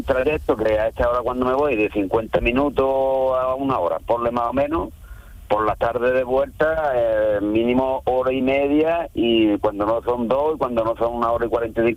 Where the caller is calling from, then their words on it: Málaga, Andalusia, Spain; yo soy de aquí, de Málaga capital, vamos, de aquí, de un barrio de Málaga.